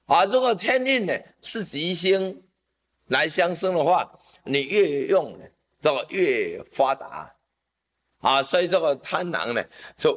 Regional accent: Taiwan; 我们台湾人

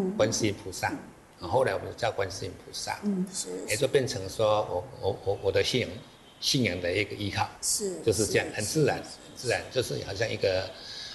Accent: Tanzi, Taichung, Taiwan; 我是民国43年在潭子出生，读潭子国小，潭子那个地方有潭子糖厂，

